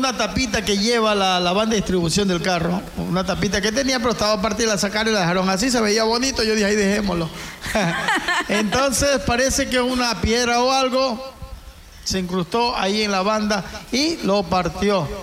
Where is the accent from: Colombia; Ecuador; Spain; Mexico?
Ecuador; El Empalme, Guayas; moved away; Saludos cordiales para el abogado Alfredo Montalbán allá en el Cantón El Empalme. Mi pueblito querido.